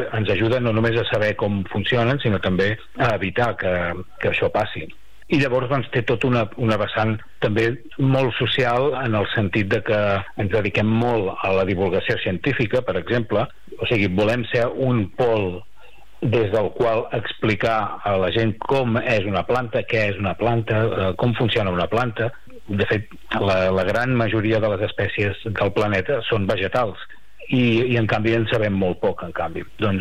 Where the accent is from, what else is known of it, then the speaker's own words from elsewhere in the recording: Catalonia, Spain; A casa nostra, a Catalunya